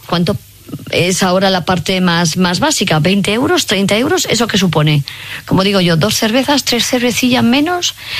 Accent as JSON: {"language": "Spanish", "town": "Cuenca", "region": "Castilla-La Mancha", "country": "Spain", "lives_now": "Madrid, Spain"}